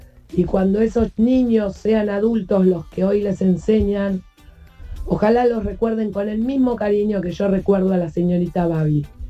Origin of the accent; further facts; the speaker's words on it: Buenos Aires, Argentina; now in Lomas del Mirador, Argentina; cuando era chica nací, crecí y me eduqué en Floresta, en mi querido Floresta